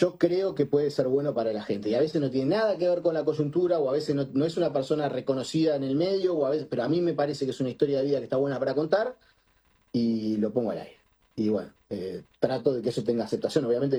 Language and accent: Spanish; Uruguay